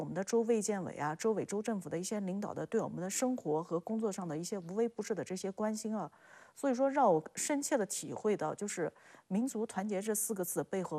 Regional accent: Jiangsu, China; now in Qinghai, China; 因为我本身是江苏人嘛，然后来到的地方之后的话，青海话我是没办法去交流的，

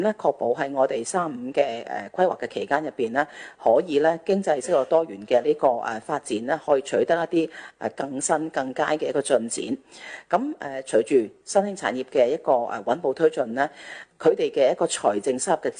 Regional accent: Macau; 可以来到我们澳门那里落户

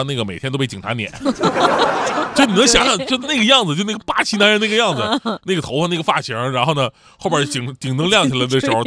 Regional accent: Northeast China, China; 我们东北那边叫卡楞果

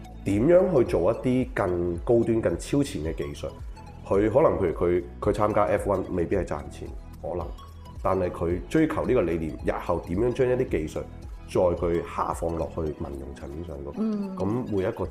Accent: China; 我覺得我哋中國人做到嘅嘢，應該會俾呢個世界感到驚喜要。

